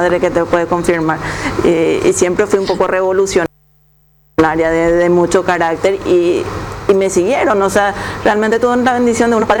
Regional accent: Coronel Oviedo, Caaguazú, Paraguay; born there; now in Asunción, Paraguay; yo nací en Coronel Oviedo

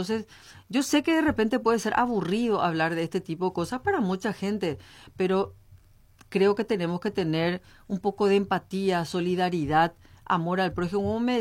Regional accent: Paraguay; como ciudadanos, como paraguayos

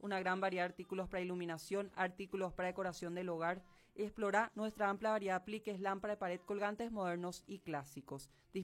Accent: Paraguay; No solo me embarga el orgullo de paraguayo

